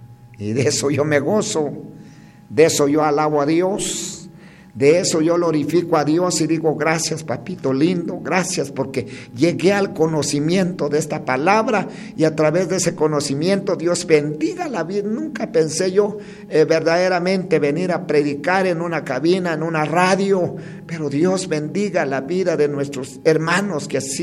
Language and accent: Spanish; Guatemala; nosotros como guatemaltecos, como chapines.